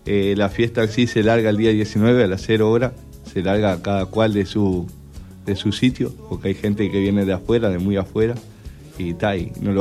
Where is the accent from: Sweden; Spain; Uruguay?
Uruguay; como todos somos buenos uruguayos